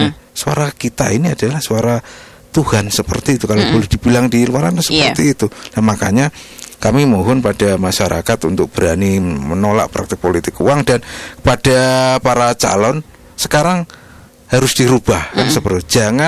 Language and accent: Indonesian; Java, Indonesia; kita orang Jawa